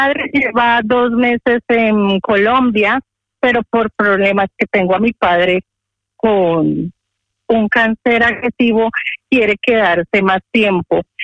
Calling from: León, Castile and León, Spain; Me comunico desde León.

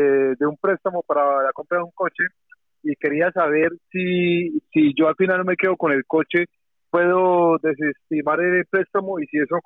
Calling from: Getafe, Community of Madrid, Spain; de Getafe.

